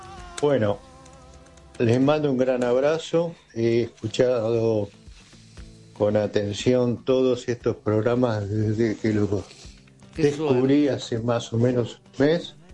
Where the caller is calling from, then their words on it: Buenos Aires, Argentina; de Parque Chacabuco